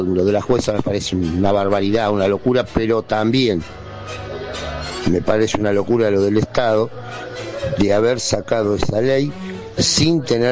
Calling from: Remedios de Escalada, Buenos Aires Province, Argentina; de Remedios de Escalada.

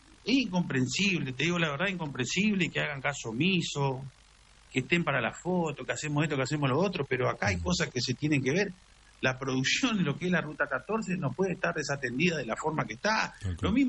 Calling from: Concordia, Entre Ríos, Argentina; Y yo estoy en Concordia.

